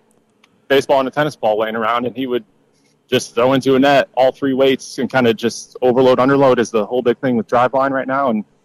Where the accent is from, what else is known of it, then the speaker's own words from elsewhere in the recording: Defiance, Ohio, United States; moved away; I grew up in Defiance, Ohio, Northwest Ohio